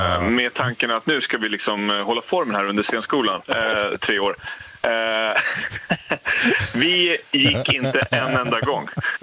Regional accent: Norrland, Sweden; Så att jag har åkt skidor och jag kommer upp från Norrland. Jag är född på skidor.

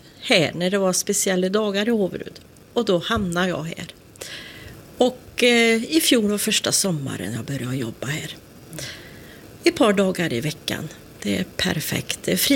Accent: Skållerud, Västra Götaland County, Sweden; jag är faktiskt uppvuxen ute i Skållerud. Så det här är ju bara ett stenkast härifrån. Och jag är en pensionär från 1 maj i fjol.

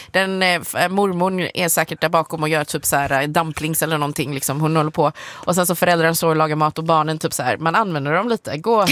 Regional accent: Hong Kong; Så jag är från Hongkong.

